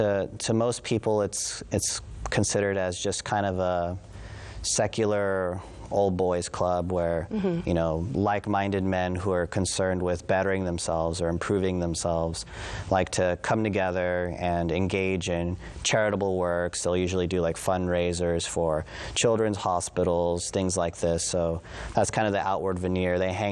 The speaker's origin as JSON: {"language": "English", "town": "San Antonio", "region": "Texas", "country": "United States", "tie": "born or raised there", "said": "where I grew up in San Antonio, there was a very big evangelical movement in the 90s."}